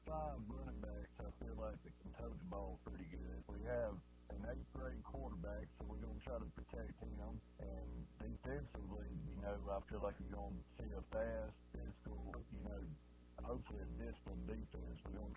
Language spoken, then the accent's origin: English; Luverne, Alabama, United States; Yes, sir. I was born and raised in Luverne. You know, I graduated Luverne High School.